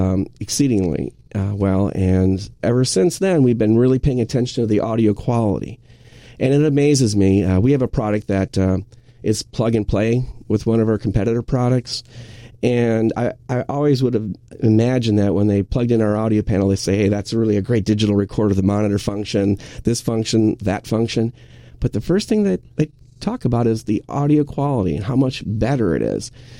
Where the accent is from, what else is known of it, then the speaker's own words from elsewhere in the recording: Manitowoc, Wisconsin, United States; Right. I'm from Manitowoc, Wisconsin. My wife is from Oshkosh. And this is like coming home.